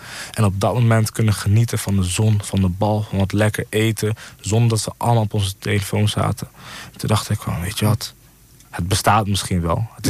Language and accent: Dutch; Apeldoorn, Gelderland, Netherlands; also born or lived in Zwolle; 23 jaar oud. Geboren in het Isale ziekenhuis in Zwolle, maar echt opgegroeid hier in Apeldoorn.